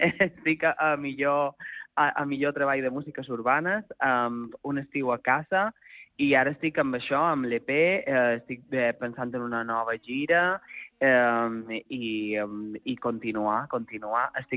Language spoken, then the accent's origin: Catalan; Calvià, Balearic Islands, Spain; Jo crec que tinc una història diferent com a mallorquí, de generació de pares que són de fora, i crec que he de reivindicar molt la meva història aquí a Mallorca. Sento una persona de pares forasters i calvianer